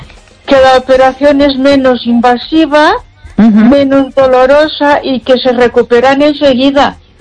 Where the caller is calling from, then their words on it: Ponferrada, Castile and León, Spain; de Ponferrada.